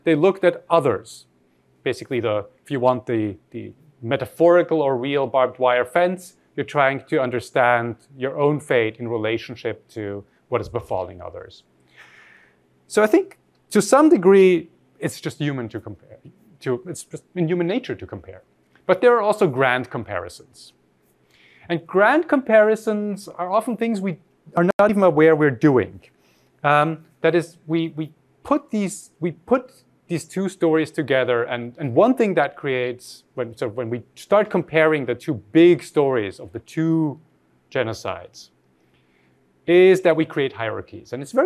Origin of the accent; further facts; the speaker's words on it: Austria; I grew up in Austria. And if I tell you the numbers for Austria, they would mirror what I just told you.